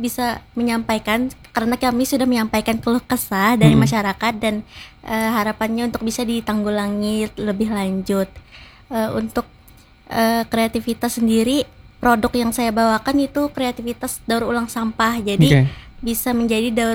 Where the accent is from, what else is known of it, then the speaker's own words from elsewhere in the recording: Banjarmasin, South Kalimantan, Indonesia; kita sebagai warga Banjarmasin.